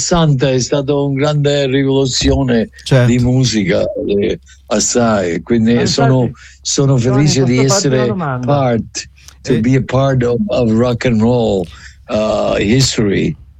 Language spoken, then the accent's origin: Italian; Longi, Sicily, Italy; now in United States